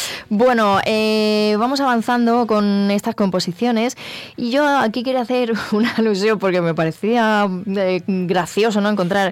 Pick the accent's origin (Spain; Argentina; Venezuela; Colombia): Spain; Murcia, Region of Murcia; Si soy los más murcianos de Murcia.